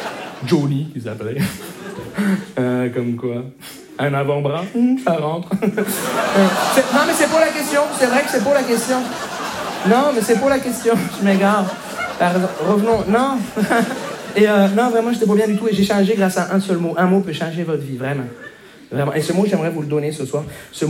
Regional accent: Montreal, Quebec, Canada; Bonjour, je me présente … je viens de Montréal.

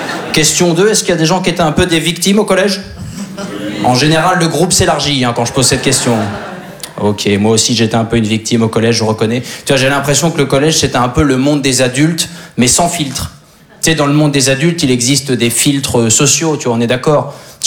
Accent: Normandy, France; Alors moi je suis originaire de Basse-Normandie.

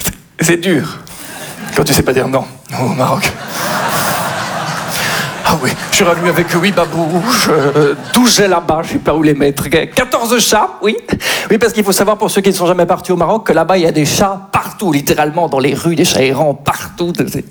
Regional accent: Belgium

